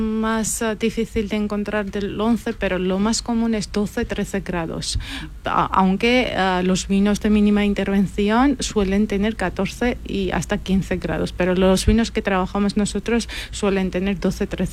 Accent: Georgia; now in Spain; yo soy de Georgia

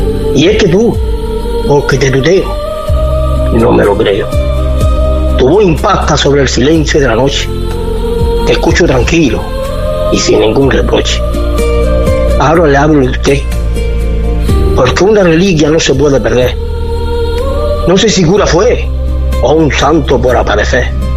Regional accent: Huércal de Almería, Andalusia, Spain; de Huerca de Almería.

